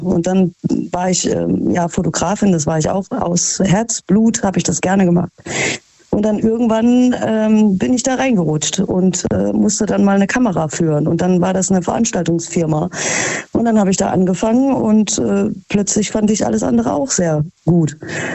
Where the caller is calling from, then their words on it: Krefeld, North Rhine-Westphalia, Germany; ich komme aus Krefeld.